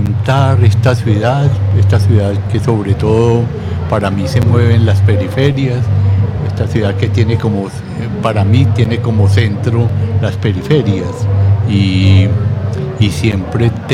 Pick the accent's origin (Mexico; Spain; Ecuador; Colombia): Colombia; Buga, Valle del Cauca; born there; now in Medellín, Colombia; Yo nací en Buga.